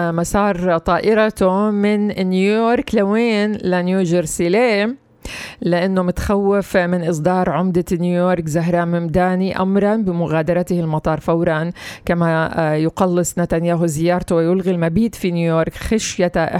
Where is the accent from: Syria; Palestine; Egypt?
Palestine; احنا كفلسطينيين